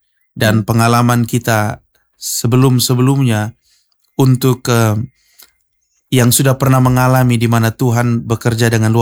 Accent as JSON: {"language": "Indonesian", "town": "Kupang", "region": "East Nusa Tenggara", "country": "Indonesia", "said": "Kalau kita orang Kupang kan bilang, sudah le, lu mengajar saya di situ teh"}